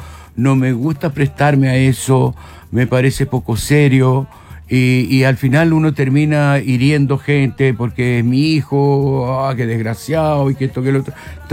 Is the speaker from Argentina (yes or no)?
no; Italy; porque ya no quería que me dijeran extracomunitario, no me dolía que me dijeran sudaca. Yo crecí en Italia, mi adolescencia, entonces volver a Europa y encontrarme con una Europa que yo desconocía.